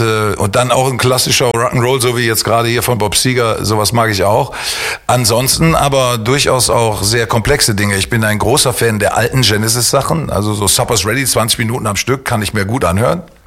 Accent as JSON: {"language": "German", "town": "Meerbusch", "region": "North Rhine-Westphalia", "country": "Germany", "said": "Ich bin genau genommen Osterrater. Ich sag mal, gut, Meerbuscher akzeptiere ich, wenn man das sagt, aber ich bin Osterrater."}